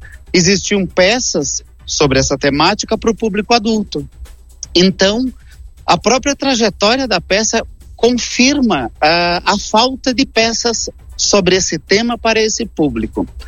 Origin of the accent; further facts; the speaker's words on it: Erechim, Rio Grande do Sul, Brazil; Então, somos de Erechim, mas somos da cidade que tiver interessado no nosso trabalho.